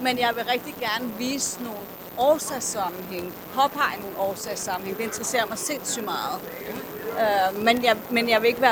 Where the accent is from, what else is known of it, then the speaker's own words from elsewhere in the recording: Copenhagen, Capital Region of Denmark, Denmark; Er fra Vesterbro.